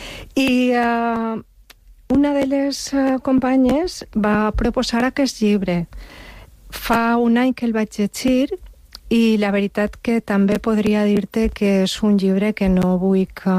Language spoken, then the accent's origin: Catalan; Xàtiva, Valencian Community, Spain; Soc de Xàtiva i ho dic aixina perquè perquè és que aixina com poso en el balconet este de, del Beiberet, Xàtiva enamora